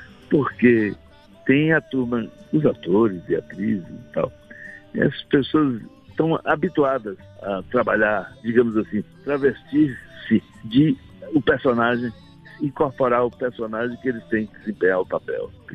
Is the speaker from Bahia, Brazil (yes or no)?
yes; Vitória da Conquista, Bahia, Brazil; also born or lived in Nanuque; Eu morei 5 anos em Nanuque, eu sou de Vitória da Conquista, na Bahia. Morei 5 anos em Nanuque